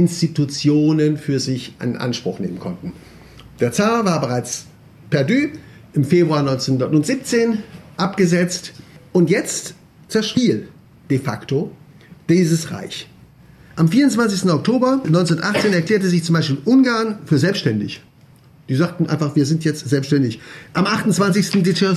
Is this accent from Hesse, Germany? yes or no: yes; Kassel, Hesse, Germany; aber in Kassel, wo ich herkomme, können wir es gut nachzeichnen.